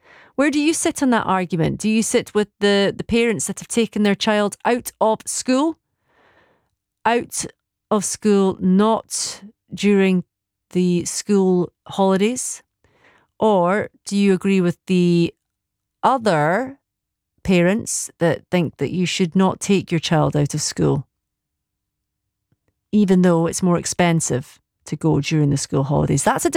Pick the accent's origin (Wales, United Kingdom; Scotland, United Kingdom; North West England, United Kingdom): Scotland, United Kingdom; Edinburgh; I'm from Edinburgh.